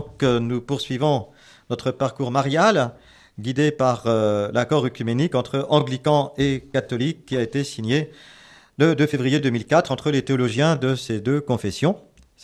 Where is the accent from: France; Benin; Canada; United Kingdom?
United Kingdom; accent: English; French is a second language; Excusez toujours mon accent anglais inimitable